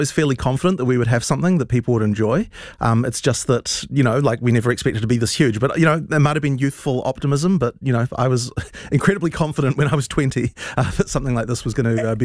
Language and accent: English; Auckland, New Zealand; when I was growing up in West Auckland